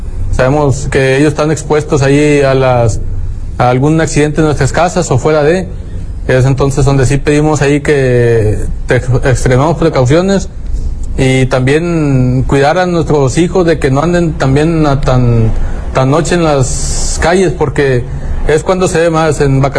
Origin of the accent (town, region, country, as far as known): Mexico